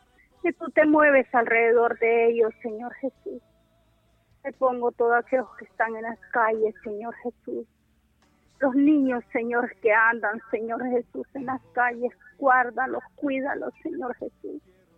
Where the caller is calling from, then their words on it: Cofradía, Cortés, Honduras; De Cofradía, Carretera Viejo Lancho.